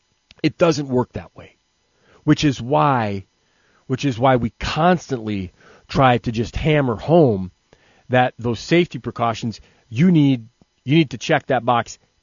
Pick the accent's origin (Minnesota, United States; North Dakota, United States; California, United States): North Dakota, United States; Williston; I am a North Dakota native. I began my career, well, across the state. So I was born in Williston. I lived in Lemoore. I went to high school in Valley City